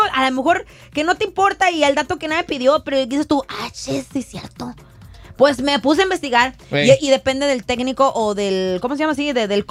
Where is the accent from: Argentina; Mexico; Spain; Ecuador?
Mexico; es que yo todo lo saco en metros, pues soy mexicana, pues unos 73 metros